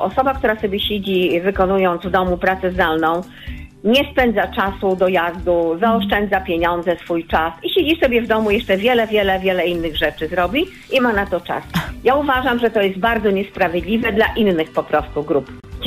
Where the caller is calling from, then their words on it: Gdańsk, Pomeranian Voivodeship, Poland; Dzwonię z Gdańska.